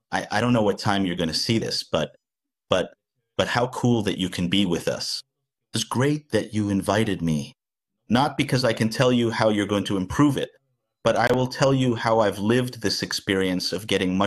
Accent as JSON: {"language": "English", "country": "Venezuela", "also_born_or_lived": "Colorado, United States", "moved": "as an adult", "lives_now": "Barranquilla, Colombia", "said": "I'm actually Venezuelan. I've been living in Colombia. I'm currently on mission in the city of Barranquilla, Colombia, but I'm from Venezuela."}